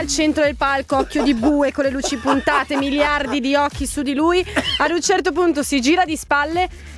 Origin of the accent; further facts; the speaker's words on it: Naples, Campania, Italy; Vengo da Napoli, una volta si usava dire l'acqua è poca e la papera non galleggia.